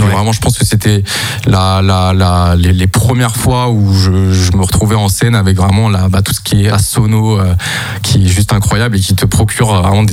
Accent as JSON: {"language": "French", "town": "Lyon", "region": "Auvergne-Rhône-Alpes", "country": "France", "said": "moi, je suis lyonnais aussi avant tout."}